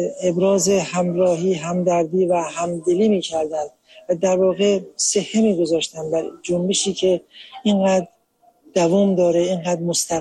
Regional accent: Iran; now in United States; از امریکا اومدم و زندانی سیاسی سابق دهه 60 هستم.

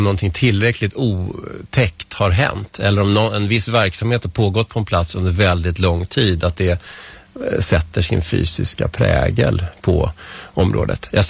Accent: Vällingby, Stockholm County, Sweden; also born or lived in Strängnäs; now in Nacka, Sweden

